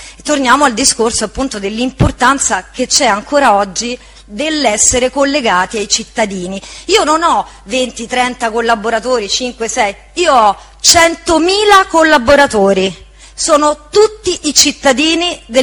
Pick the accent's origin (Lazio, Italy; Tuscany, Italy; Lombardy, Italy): Lazio, Italy; Ostia; quindi sono di Ostia